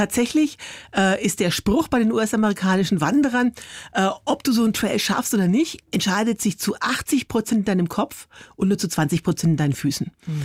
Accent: Bavaria, Germany; Also ich komme so aus Franken. Jetzt mal Grüße an alle Forchheimer. Der Hausberg, dort ist das Walberla.

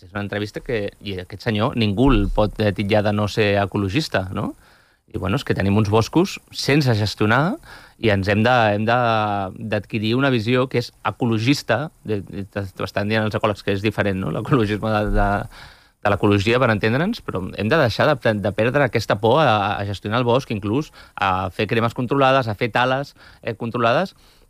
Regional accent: Catalonia, Spain; Ets el Sobirà també, doncs mira, som del mateix Pallars, llavors.

